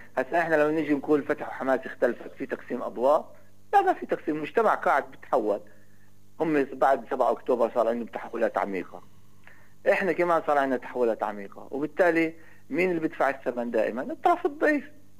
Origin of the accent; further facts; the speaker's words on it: Palestine; احنا كفلسطينيين